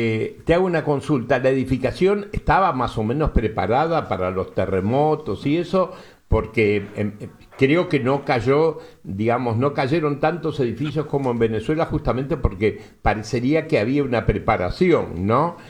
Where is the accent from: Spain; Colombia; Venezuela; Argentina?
Colombia; soy un colombiano más que está sufriendo esta sí, tragedia, ¿no?